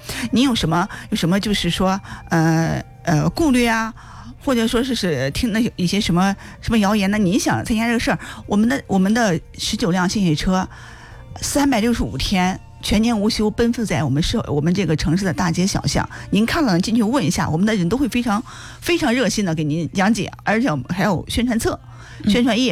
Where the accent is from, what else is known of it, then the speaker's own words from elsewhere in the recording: Henan, China; 其实我想我们作为一个中国人，作为河南人，我们应该感到非常的骄傲啊，